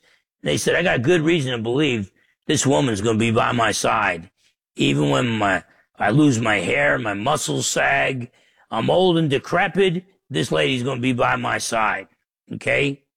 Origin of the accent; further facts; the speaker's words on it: New Jersey, United States; found out I was Italian from New Jersey